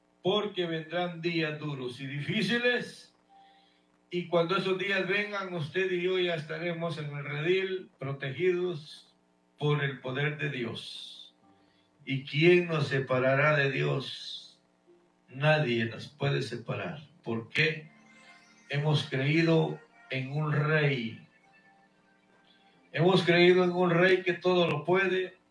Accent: Guatemala; now in Houston, United States; Allá a mi tierra natal, el predicador … viviendo en Houston, Texas, nacido en Guatemala.

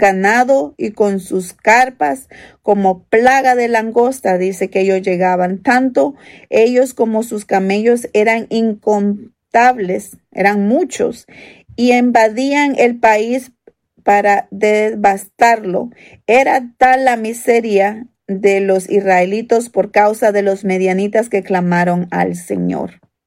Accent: El Salvador; moved away; yo que soy salvadoreña

